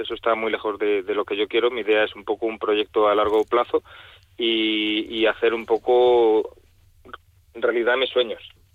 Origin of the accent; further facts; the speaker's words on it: Madrid, Community of Madrid, Spain; now in Urueña, Spain; yo no soy de Valladolid y llevo viviendo en Urueña un mes, entonces tampoco te puedo decir mucho qué es lo que hay. Yo vengo de Madrid